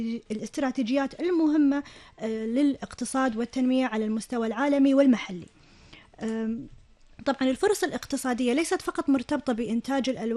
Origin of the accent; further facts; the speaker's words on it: Kuwait; عندنا في الكويت